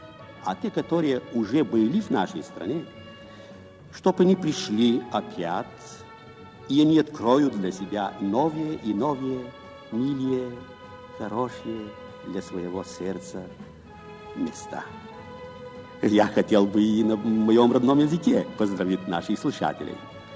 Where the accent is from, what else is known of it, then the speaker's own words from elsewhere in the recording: Sofia, Sofia City, Bulgaria; Russian is a second language; Когда я скажу, что я из Софии, я болгарин